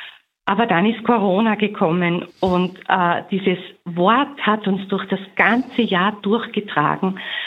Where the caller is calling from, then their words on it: Styria, Austria; Ja, grüß Gott, ich komme aus der Steiermark